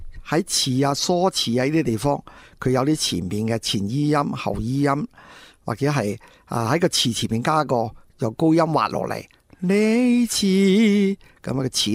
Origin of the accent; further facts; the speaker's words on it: Guangdong, China; 我估计广东音乐都应该有这种我们岭南人的特性在这里。